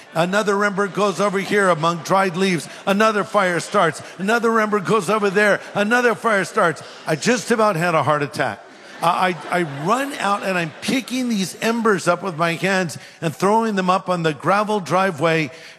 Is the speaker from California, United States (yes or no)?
yes; California, United States; I'm from California. He's from North Carolina.